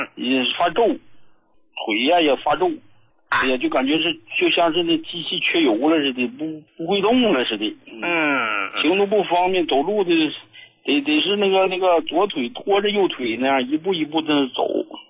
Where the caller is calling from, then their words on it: Harbin, Heilongjiang, China; 我是哈尔滨的朋友。